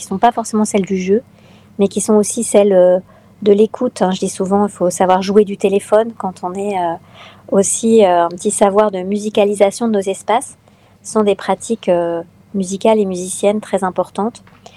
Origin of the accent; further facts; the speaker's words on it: Lille, Hauts-de-France, France; je suis lilloise, chercheuse à l'université, et que donc je ne suis pas si loin du littoral franco-britannique